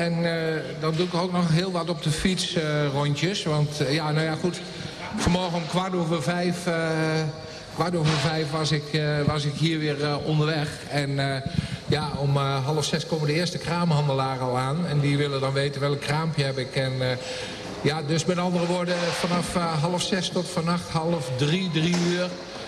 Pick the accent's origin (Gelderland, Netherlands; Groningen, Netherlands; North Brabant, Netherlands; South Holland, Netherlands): Gelderland, Netherlands; Doesburg; moved away as an adult; now in Vaassen, Netherlands; Ik kom uit Doesburg